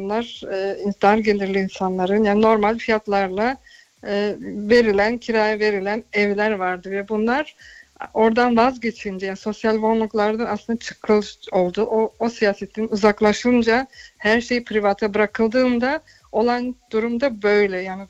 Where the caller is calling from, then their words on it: Magdeburg, Saxony-Anhalt, Germany; Magdeburg'dan arıyorum.